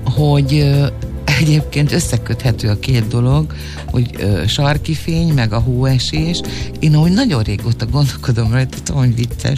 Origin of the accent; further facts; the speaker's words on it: Hungary; én vidéken nőttem fel